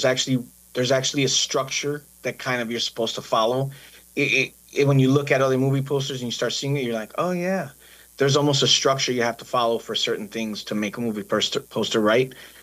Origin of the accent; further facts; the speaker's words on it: Chicago, Illinois, United States; I grew up in Chicago listening to Eddie and Jobo